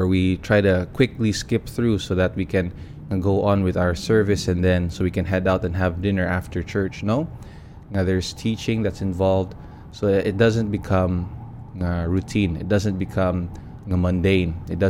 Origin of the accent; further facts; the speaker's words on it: Butuan, Caraga, Philippines; born or raised there; moved away